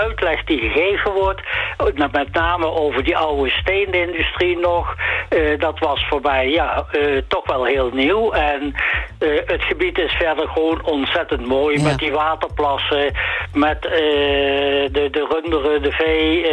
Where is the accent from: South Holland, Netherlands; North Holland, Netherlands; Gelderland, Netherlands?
Gelderland, Netherlands; Nijmegen; En ik ben zelf geboren en getogen Nijmegenaar.